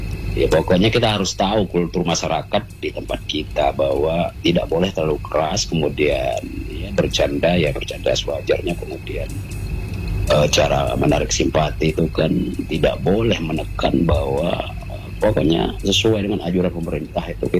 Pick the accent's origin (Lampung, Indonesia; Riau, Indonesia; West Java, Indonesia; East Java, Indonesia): Lampung, Indonesia; Orang kita memang asli orang Lampung sini.